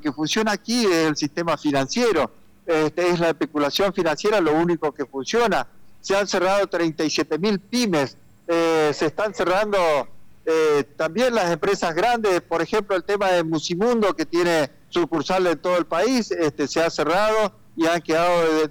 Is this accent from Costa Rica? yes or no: no; El Colorado, Formosa, Argentina; mi pueblo, en el Colorado